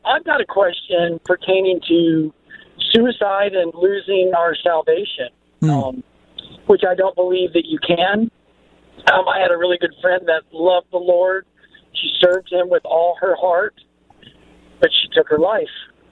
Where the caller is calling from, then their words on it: Oskaloosa, Iowa, United States; Yeah, I'm calling from Iowa, actually. I'm Oskaloosa, Iowa.